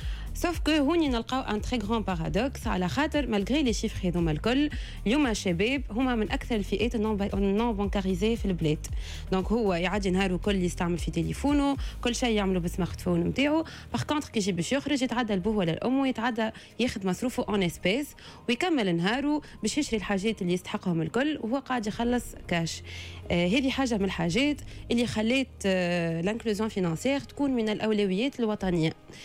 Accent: Tunisia

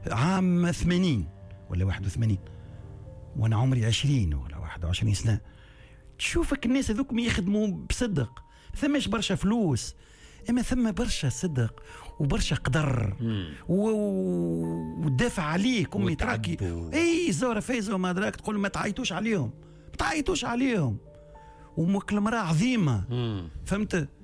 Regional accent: Matmata, Gabès Governorate, Tunisia; انا محافظ جنوبي من مطماطة، وكلنا التوانسه

